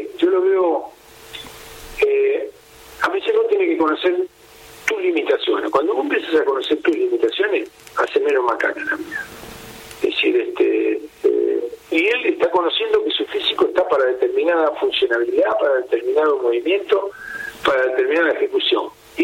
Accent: Argentina

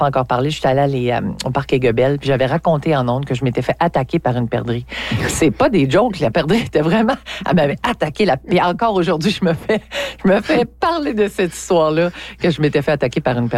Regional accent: Val-d'Or, Quebec, Canada; Moi, là, M. Chabot, je suis native de Val-d'Or. Mm-hmm. Alors, j'ai grandi à Val-d'Or jusqu'à ce que je quitte pour les études

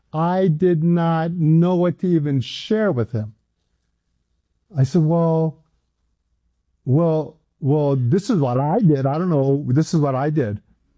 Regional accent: Hawaii, United States; also born or lived in San Diego; I grew up in Hawaii. I was in Hawaii. And that's where I went to school.

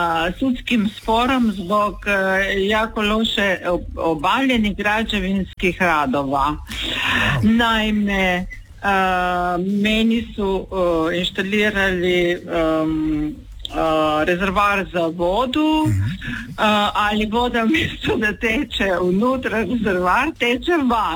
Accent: Koper, Coastal–Karst, Slovenia; iz Kopra sam, ali ja sam Hrvatica rodom. Čekajte, sad vam polako, Hrvatice sam rodom, molim vas. Rođena u Sloveniji i živjela u Sloveniji, ali ja sam, ono, prava Hrvatica.

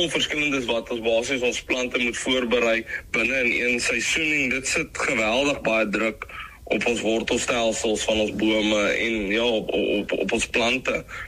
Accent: Louis Trichardt, Limpopo, South Africa; Ek dink ek begin eerder by die mooi dorpie waar ek groot geword het. Ek kom van Louis-Trichardt af en natuurlik is landbou baie pertinent gedeelte van die dorp.

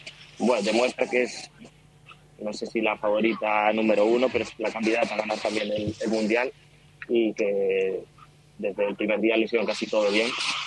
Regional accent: Spain; accent: Argentine; bueno, me crié acá en España, pero las costumbres son todas argentinas

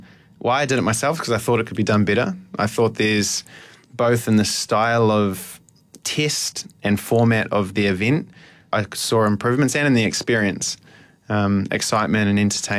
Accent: New Zealand; born or raised there; moved away as an adult; now in Malaysia

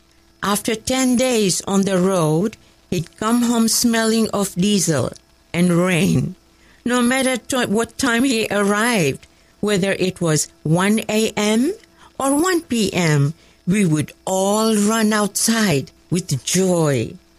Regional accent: Dar es Salaam, Tanzania; born there; I was born in Dar es Salaam, Tanzania, East Africa, to the most wonderful parents in the world, and loving grandparents.

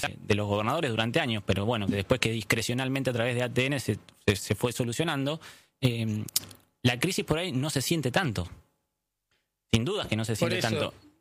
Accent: Buenos Aires Province, Argentina; Yo soy del interior de la provincia de Buenos Aires.

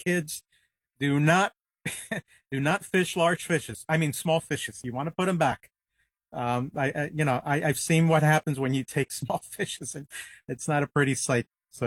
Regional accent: New York City, New York, United States; also born or lived in Tuxedo; I'm from New York City and upstate New York and Tuxedo. We would have festivals and, you know, I would always see that up there.

